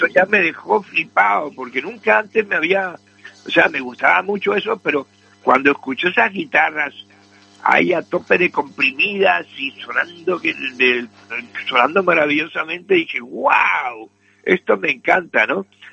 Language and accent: Spanish; Madrid, Community of Madrid, Spain; born there; cuando llegué aquí de vuelta, pues, nací en Madrid, cuando yo llegué de vuelta aquí en el año 68